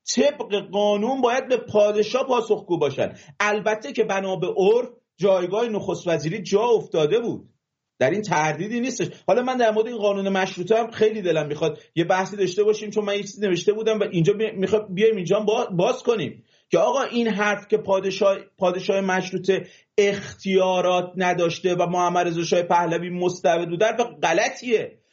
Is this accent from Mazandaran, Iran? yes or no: yes; Mazandaran, Iran; من حالا تو ذکر کردی به من چون بچه مازندرانم، این مازندرانی ها واقعا ناخواسته صداشو میره بالا.